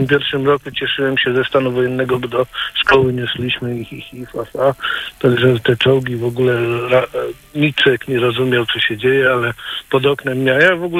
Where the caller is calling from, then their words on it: Gniezno, Greater Poland Voivodeship, Poland; ze spaceru z Gniezna dzwonię.